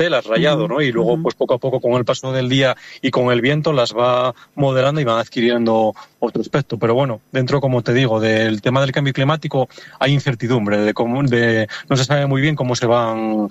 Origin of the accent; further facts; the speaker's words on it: Asturias, Spain; Por ejemplo, que yo soy de Asturias, pues lo que se conoce como el orvallo, es una lluvia muy débil, muy fina